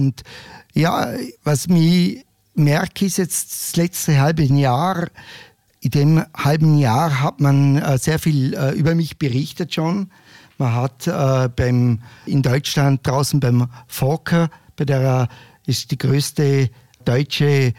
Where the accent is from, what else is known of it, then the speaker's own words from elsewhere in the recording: Vorarlberg, Austria; Ja, es ist halt, wie gesagt, ich komme ja auch aus Vorarlberg, wie gesagt.